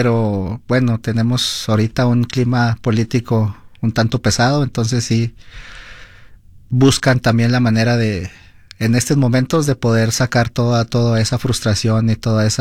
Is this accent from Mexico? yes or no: yes; Mexico; yo soy mexicano